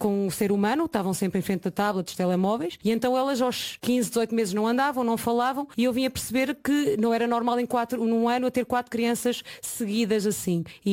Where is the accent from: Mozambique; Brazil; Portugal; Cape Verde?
Portugal; Donfins, Centro; moved away as an adult; now in Azores, Portugal; Talvez um dia, para a reforma, voltarei para a minha aldeia de Donfins de Jarmel